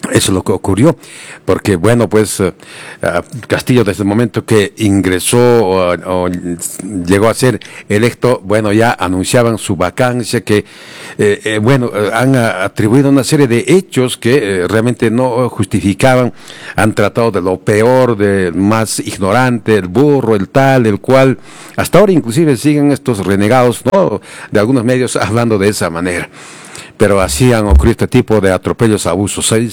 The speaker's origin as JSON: {"language": "Spanish", "country": "Peru"}